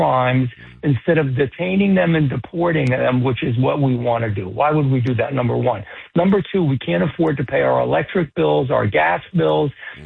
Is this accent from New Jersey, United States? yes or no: yes; Paterson, New Jersey, United States; I'm proud to be from New Jersey. You know, I grew up in Paterson, New Jersey.